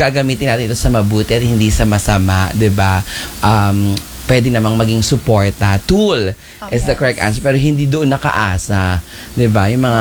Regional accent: General Trias, Calabarzon, Philippines; also born or lived in Bacoor; I'm from General Trias, pero dati kasi taga Bambog Bacoor ako.

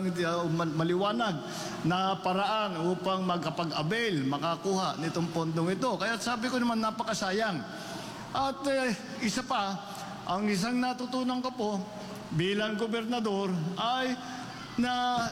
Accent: Ilocos Region, Philippines; nung naging gobernador po ako ng 9 na taon doon sa amin sa Ilocos Norte

